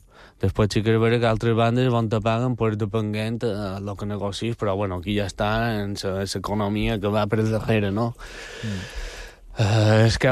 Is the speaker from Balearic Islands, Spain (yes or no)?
yes; Balearic Islands, Spain; No, jo soc mallorquí.